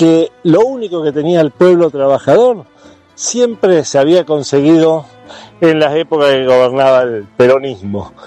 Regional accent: Esperanza, Santa Fe, Argentina; de chico yo vivía en Esperanza

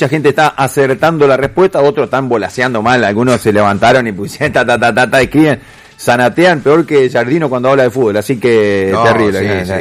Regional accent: Argentina

